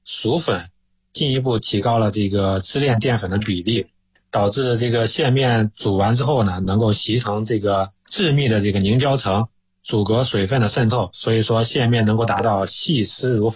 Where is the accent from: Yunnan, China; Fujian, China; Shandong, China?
Shandong, China; 我是山东人